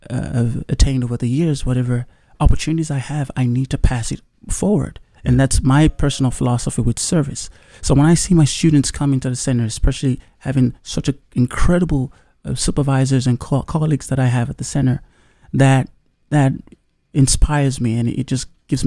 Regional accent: Nigeria; moved away as an adult; also born or lived in Pennsylvania / Arizona; now in United States; Born and raised in Nigeria, I had my undergrad in international relations at Caleb University, Lagos, Nigeria. Then I moved to the States for my graduate studies in public administration

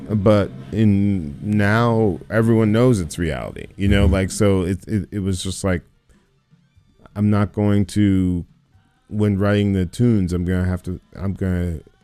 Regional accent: United States; growing up in the United States

